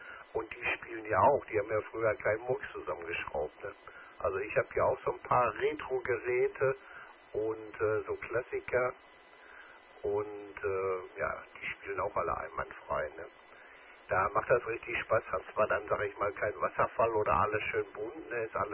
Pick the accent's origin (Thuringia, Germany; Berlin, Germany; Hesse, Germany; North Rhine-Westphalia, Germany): North Rhine-Westphalia, Germany; Dortmund; Ich bin, wie gesagt, gebürtiger Dortmunder. Und obwohl ich die meiste Zeit in meinem Leben, seit meinem 18. Lebensjahr, ich nur auf Montage bin